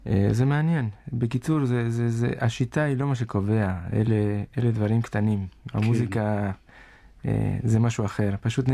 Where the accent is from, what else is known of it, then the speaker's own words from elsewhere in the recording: Uruguay; now in Israel; מאורוגוואי, ארץ מולדתי.